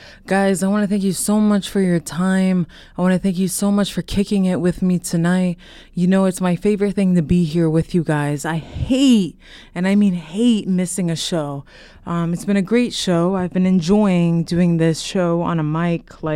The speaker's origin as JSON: {"language": "English", "town": "Mannheim", "region": "Baden-Württemberg", "country": "Germany", "tie": "born or raised there", "moved": "yes", "lives_now": "Richmond", "said": "I'm going to take you guys home to my hometown of Mannheim."}